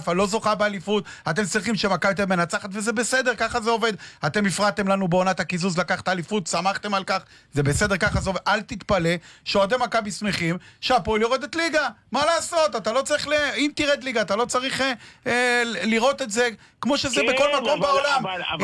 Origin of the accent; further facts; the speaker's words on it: Kiryat Yam, Haifa District, Israel; אני גדלתי בקריית ים